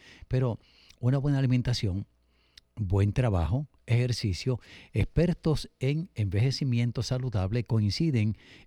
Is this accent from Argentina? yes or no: no; Bayamón, Puerto Rico; De hecho, en mi barrio, donde yo nací y me crié, y donde vive parte de mi familia, porque después me mudé un poco más arriba